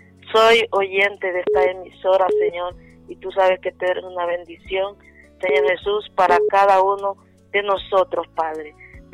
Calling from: Danlí, El Paraíso, Honduras; Te llamo de aquí, de la Colonia Los Pinos, Danlí.

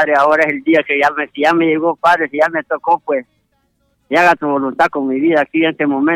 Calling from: Tela, Atlántida, Honduras; San Alejo, Tela.

